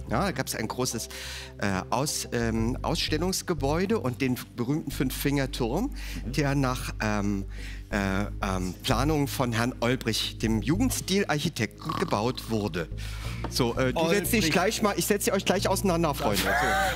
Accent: Darmstadt, Hesse, Germany; ich komme ja aus Darmstadt

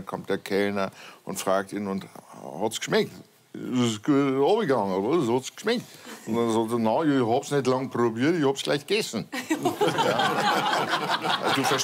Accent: Kiel, Schleswig-Holstein, Germany; born or raised there; moved away as an adult; now in Munich, Germany

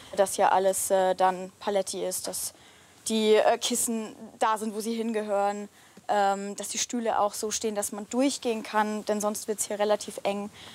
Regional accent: Bavaria, Germany; Das ist aus meiner Heimat, deswegen freue ich mich, dass wir bayerisches Frühschoppen genau. haben.

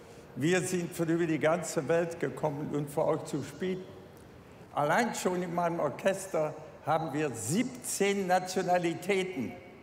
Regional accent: Maastricht, Limburg, Netherlands; Ich komme aus Maastricht.

